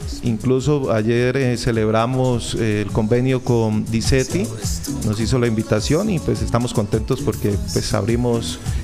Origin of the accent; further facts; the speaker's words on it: Popayán, Cauca, Colombia; Sí, de aquí de Popayán.